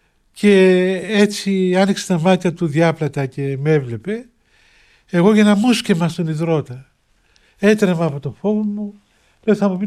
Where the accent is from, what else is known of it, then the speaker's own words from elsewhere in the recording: Cyprus; εγώ είμαι Κύπριος, μου φτάνει από την Κύπρο και δεν το ξέρω